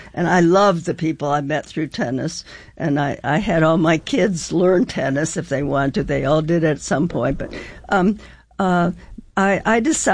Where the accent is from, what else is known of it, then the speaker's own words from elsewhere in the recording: St. Paul, Minnesota, United States; I grew up in St. Paul, Minnesota